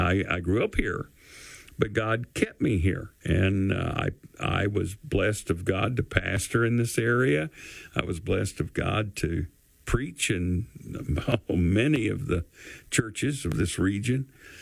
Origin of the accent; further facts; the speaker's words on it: Kingsport, Tennessee, United States; I grew up in North Kingsport. We call that Morrison City, Tennessee. And it was one of the oldest sections of East Tennessee, and it was right there on the Virginia line